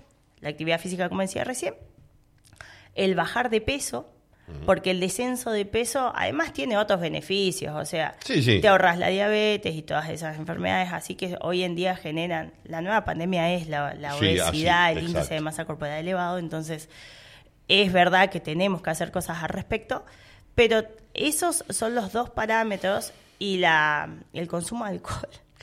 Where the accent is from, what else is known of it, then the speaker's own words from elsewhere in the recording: Formosa, Argentina; Yo soy de Formosa